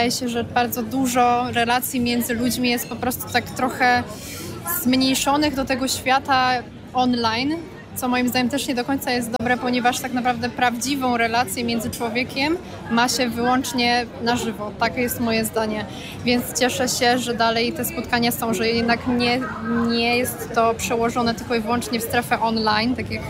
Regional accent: near the German border, Poland; pochodzę z miejscowości blisko granicy z Niemcami, ale wydaje mi się, że wciąż jest jakiś niewykorzystany potencjał w tym regionie.

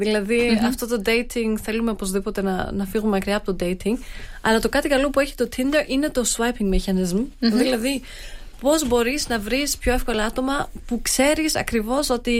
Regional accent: Stuttgart, Baden-Württemberg, Germany; also born or lived in United States; εκεί που έμενα, στη Γερμανία. Έρχομαι από τη Στουτκάρδη.

